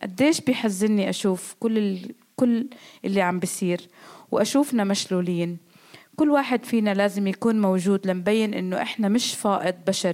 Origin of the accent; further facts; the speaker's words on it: Palestine; واحدة من أكبر تحدياتنا كفلسطينيين هو إنه عم نتبعثر